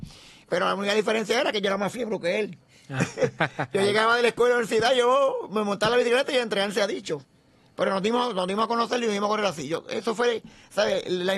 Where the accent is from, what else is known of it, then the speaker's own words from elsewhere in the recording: Toa Baja, Puerto Rico; born there; also born or lived in Cidra; llegamos a Toa Baja, pues, como te digo, yo nací en Sidra, nacimos 3 hermanos, los primeros 2 mayores fueron en Bayamón, los otros 3 que fueron mi hermano y yo, en Sidra, y nacimos por comadrona. No nacimos en el hospital, nacimos por comadrona.